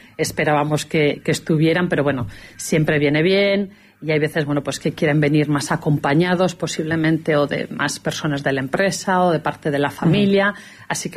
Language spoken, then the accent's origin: Spanish; Calatayud, Aragon, Spain; born there; que somos de Calatayud, nacido en Calatayud, y que generación tras generación seguimos impulsando.